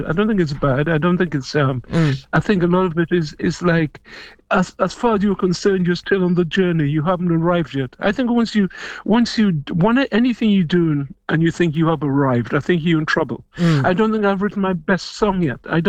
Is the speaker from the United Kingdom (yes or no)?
yes; London, United Kingdom; moved away; also born or lived in Romford; I grew up in Chicksand Street, which really is a footstep away from Brick Lane.